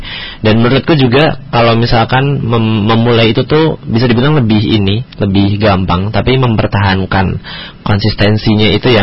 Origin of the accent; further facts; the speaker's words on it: Surakarta, Central Java, Indonesia; now in Maluku, Indonesia; Karena asli kan aku dari Jawa.